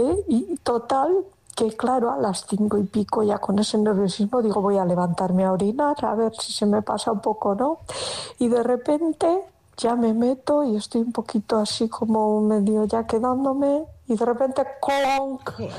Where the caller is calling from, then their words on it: Alonsotegi, Basque Country, Spain; soy de Alonso Tegui